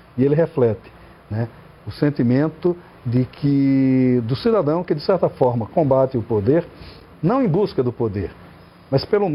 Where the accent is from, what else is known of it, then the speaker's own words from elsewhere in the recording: Recife, Pernambuco, Brazil; moved away as an adult; now in Brasília, Brazil; Aos 18 anos saí do Recife e fui morar em Brasília. Moro em Brasília desde então.